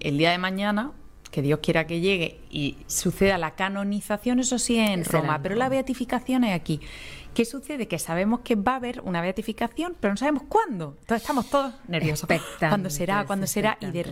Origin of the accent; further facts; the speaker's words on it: Spain; moved away as an adult; now in Buenos Aires, Argentina; estoy instalada en la ciudad de Buenos Aires y por ahora no me... Bueno, me voy. Me voy dentro de una semana de visita a mi familia a España